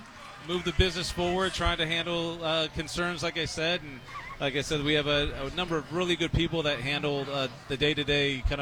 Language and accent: English; California, United States; also born or lived in New York City; now in Indianapolis, United States; I grew up in California, moved to New York a while ago, then moved here around 2011, and been here ever since.